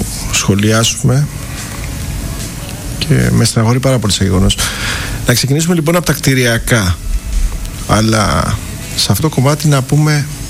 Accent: Crete, Greece; Επειδή είμαστε και πατριώτες από την Κρήτη

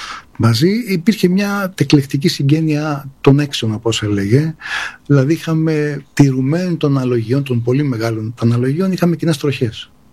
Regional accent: Piraeus, Attica, Greece; Γεννήθηκα σε προσφυγικές συνοικίες, μεγάλωσα και ένα κομμάτι και στο λιμάνι του Πειραιά

